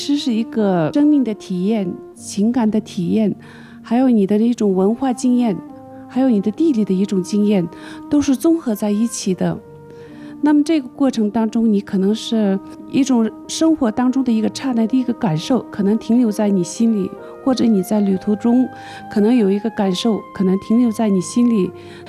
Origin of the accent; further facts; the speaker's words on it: Rinbung, Tibet, China; now in Lhasa, China; 我是出生在日喀则，确切说就在仁布，那时候是一个小山村，特别小的一个山村，但是至今我觉得这是一个最美的山村。